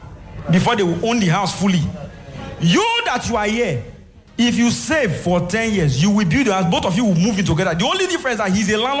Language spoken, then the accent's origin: English; Nigeria; moved away; I'm from Nigeria.